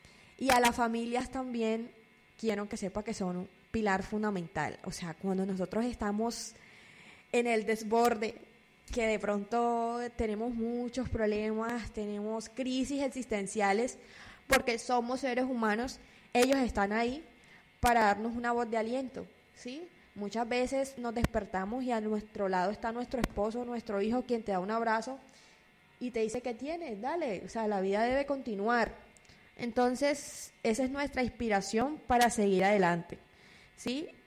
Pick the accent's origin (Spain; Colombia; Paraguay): Colombia; San Pedro de Urabá, Antioquia; Somos chilapos, San Pedro, Urabá, Antioquia. Entonces, claro, lo primero que me dicen, usted es barranquillera. Y yo, no, yo soy orgullosamente sanpedreña